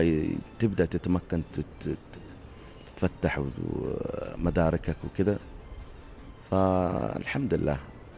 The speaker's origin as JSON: {"language": "Arabic", "area": "Tarim", "region": "Hadramawt", "country": "Yemen", "tie": "born or raised there", "also_born_or_lived": "Ash Shihr", "said": "أنا نشأت في بيئتين. نشأت أولا طفولتي من مواليد مدينة تريم الغنة، اللي هي أرض المرحوم … عليه رحمة الله. بعدها انتقلت إلى ساحل حضرموت، بالتحديد مدينة الشحر، أرض الشاعر الكبير حسين المحضار"}